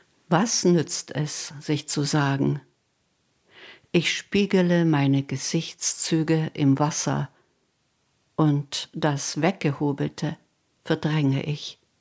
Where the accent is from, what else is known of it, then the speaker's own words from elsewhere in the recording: Schönau, Saxony, Germany; also born or lived in Zerna; Ich bin in Zerna geboren, aufgewachsen in Schunow-Gonnitze, in Schönau, Kunewitz.